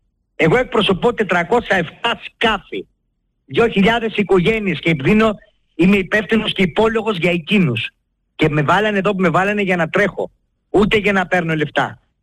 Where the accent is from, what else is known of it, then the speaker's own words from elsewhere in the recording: Thessaly, Greece; Θα κοιτάξω νόμιμα να μάθω για τον τόπο μου, για τη Μαγνησία.